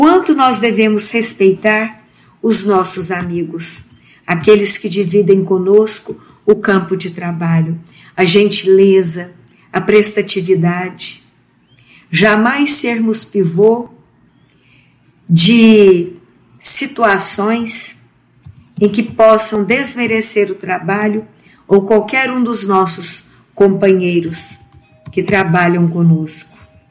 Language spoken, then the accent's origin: Portuguese; Uberlândia, Minas Gerais, Brazil; sou da cidade de Uberlândia